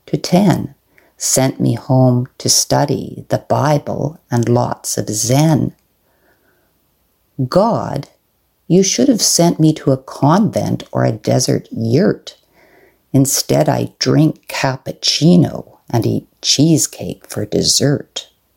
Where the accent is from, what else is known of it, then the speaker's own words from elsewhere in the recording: Saskatoon, Saskatchewan, Canada; I am from Saskatoon